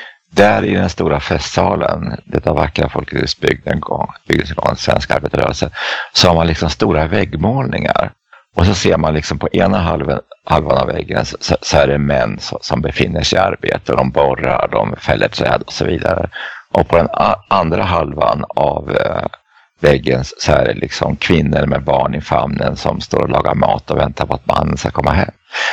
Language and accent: Swedish; Eskilstuna, Södermanland, Sweden; Jag kan bara ta min hemstad, gamla hemstad Eskilstuna.